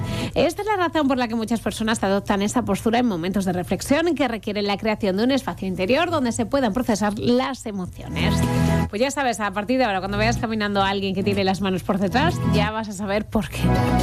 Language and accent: Spanish; Spain; Pues como somos los españoles en general.